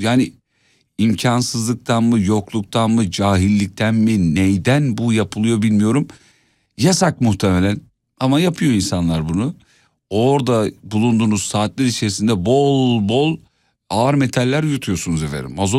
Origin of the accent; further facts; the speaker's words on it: İzmit, Kocaeli, Turkey; now in Istanbul, Turkey; İzmit'te hiç görmedim mesela, memleketimde.